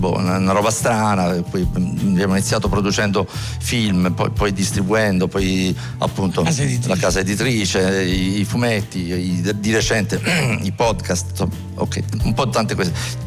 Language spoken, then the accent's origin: Italian; Apulia, Italy; moved away; io vengo dalla Puglia, però sono andato via ormai un certo numero